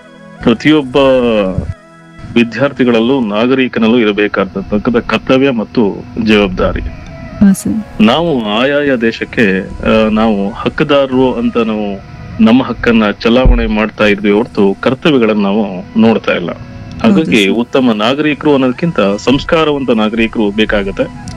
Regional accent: Halahalli, Karnataka, India; ನಾನು ಗುಂಡ್ಲುಪೇಟೆ ತಾಲೂಕು ಹಾಲಹಳ್ಳಿ ನಮ್ಮೂರು.

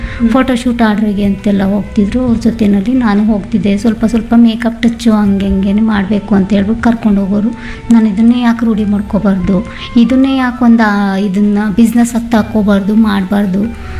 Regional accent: Ramanathapura, Karnataka, India; moved away as an adult; now in Kalkunike, Hunsur, India; ನಾನು ಪ್ರಸ್ತುತ ಇವಾಗಿರೋದು ಕಲ್ಕುಣಿಕೆನೆ. ನಮ್ಮ ತಾಯಿ ಊರು ಬಂದು ರಾಮನಾಥಪುರ ಗಂಗೂರ್ ಅಂತ. ನಾನು ಹುಣಸೂರಿಗೆ ಮದುವೆ ಆಗಿದ್ದೀನಿ. ನಮ್ಮೂರು ಕಲ್ಕುಣಿಕೆ, ಹುಣಸೂರು ತಾಲೂಕು, ಮೈಸೂರು ಜಿಲ್ಲೆ.

